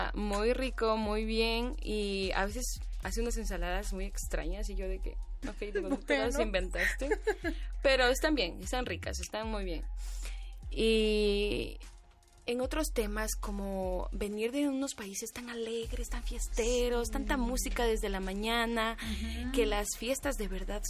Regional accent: Ecuador; moved away

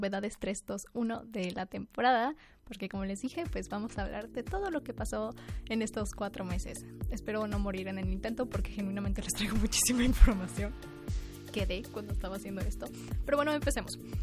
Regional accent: Mexico; como mexicanos sabemos que no vamos a llegar a la Copa

